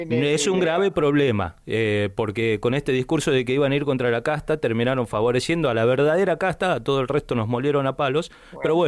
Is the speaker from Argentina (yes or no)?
yes; Argentina; Mirá, yo soy un argentino más de los que se levanta honradamente a laburar.